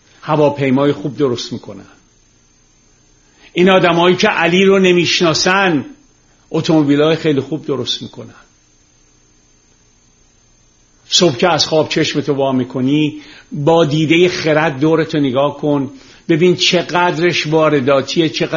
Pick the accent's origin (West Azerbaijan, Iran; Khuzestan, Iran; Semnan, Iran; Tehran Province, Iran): Tehran Province, Iran; Tehran; من روزی که خیابون و کوچه های تهران رو تیر میذاشتم که سیم برق بکشن یادمه.